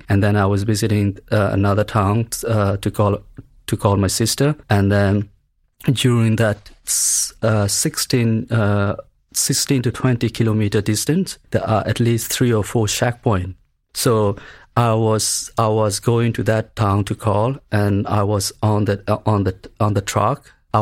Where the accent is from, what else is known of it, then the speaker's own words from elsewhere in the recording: Maungdaw, Rakhine State, Myanmar; moved away as an adult; now in Ireland; I came straight away from Burma to study medicine. And because I was born and grown up in Arakan State, which is Rohingya homeland in western part of Burma. And I was grown up in one of the most diverse what's called neighborhood, even though the hometown, which is called Mongdor